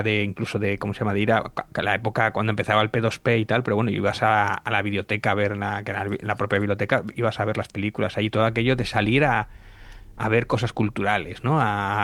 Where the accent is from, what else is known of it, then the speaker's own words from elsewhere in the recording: Asturias, Spain; yo no sé si es porque echaba mucho de menos Asturias, o soy muy de aquí